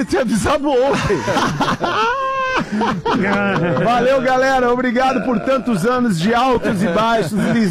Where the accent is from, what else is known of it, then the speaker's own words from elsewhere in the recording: Joinville, Santa Catarina, Brazil; Eu sou de Joinville.